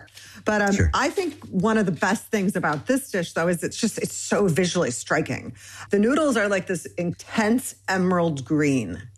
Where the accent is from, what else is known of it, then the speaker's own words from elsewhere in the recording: Michigan, United States; Well, I'm from one end of these. I'm Iranian-American. Mm-hmm. I grew up in Michigan, but my dad and my mom's from Michigan.